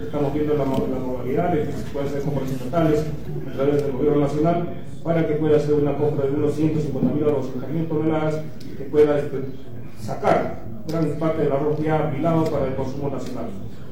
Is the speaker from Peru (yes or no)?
yes; Castilla province, Arequipa, Peru; Como castellano, como corideño